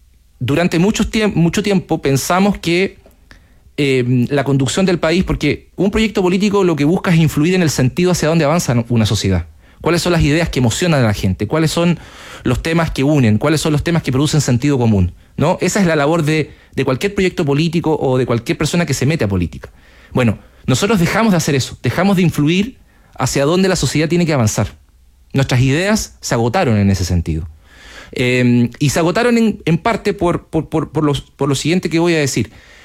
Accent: Punta Arenas, Magallanes and Chilean Antarctica, Chile; en Punta Arenas, en mi ciudad natal

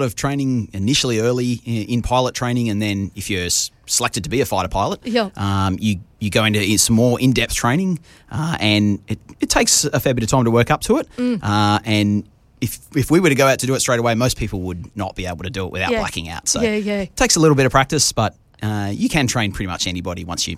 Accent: Australia; Yeah, absolutely. It's fantastic to show off Australia and the best of Australia to our international partners.

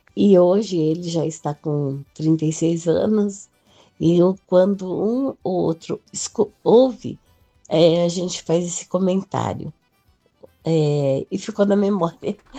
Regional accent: São Paulo, Brazil; sou do interior de São Paulo.

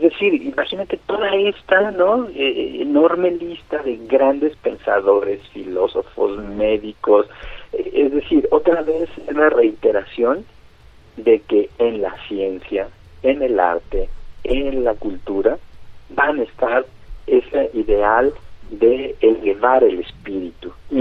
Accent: Guadalajara, Jalisco, Mexico; el teatro es la memoria del consumo cultural que hemos tenido como tapatíos.

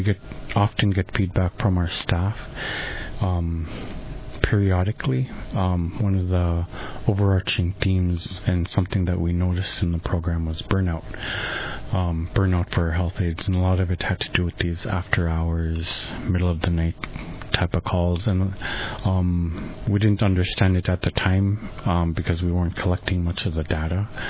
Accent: Kotlik, Alaska, United States; I'm originally from Kotlik. I was raised by my grandparents … from Kotlik.

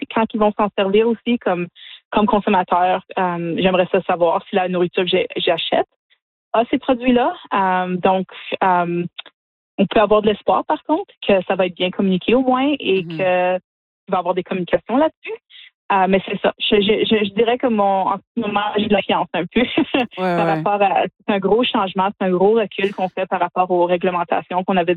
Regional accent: Sudbury, Ontario, Canada

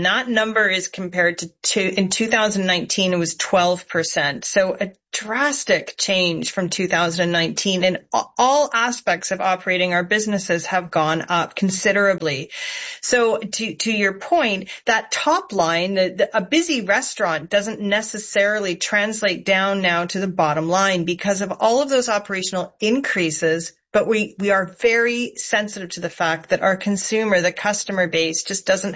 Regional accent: Canada; as a Canadian living our life

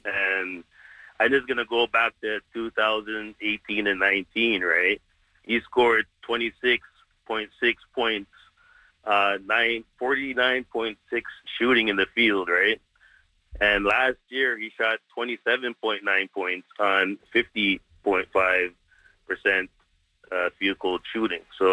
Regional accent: Toronto, Ontario, Canada; I'm born and raised in Toronto. You know, I'm 48 years old.

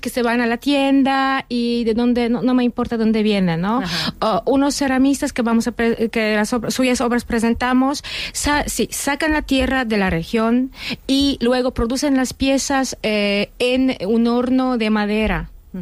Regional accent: Kraków, Lesser Poland, Poland; Spanish is a second language; Yo vengo de Cracovia, que es la antigua capital de Polonia, con un castillo renacentista, con muchos edificios renacentistas, el centro es muy histórico

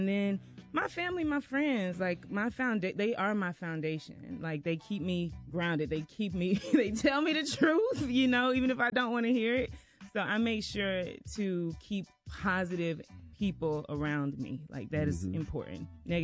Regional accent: South Carolina, United States; I'm from South Carolina, small town, grew up in the church, low to mid class family.

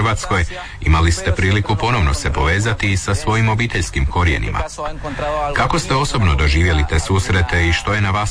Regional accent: Punta Arenas, Magallanes, Chile; I ja sam iz Punta Arenasa, pa mi je ova tema posebno bliska.

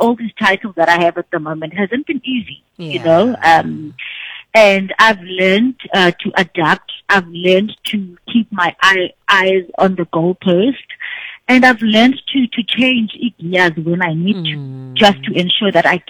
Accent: Ekondweni, Tanzania; English is a second language; So the woman behind it all is, I would say, is just an ordinary woman from born and raised in Tanzania, Ekondweni. That's me behind all these titles.

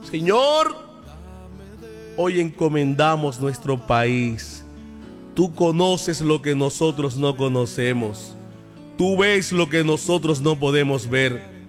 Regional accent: Colombia

